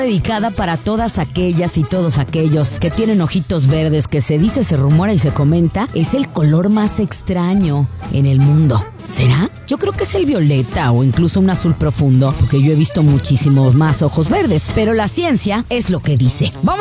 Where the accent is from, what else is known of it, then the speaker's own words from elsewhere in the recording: Guadalajara, Jalisco, Mexico; Bueno, yo por lo menos sí, porque soy tapatía.